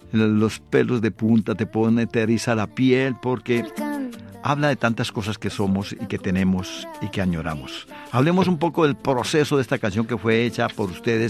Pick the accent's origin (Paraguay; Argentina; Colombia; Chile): Colombia; moved away